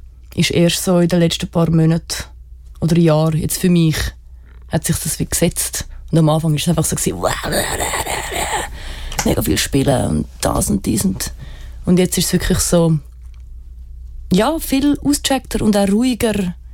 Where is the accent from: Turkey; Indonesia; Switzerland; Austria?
Indonesia; Bandung, West Java; in Bandung, Indonesien, wo ich aufgewachsen bin, hatte es so Fester, so Dorffester.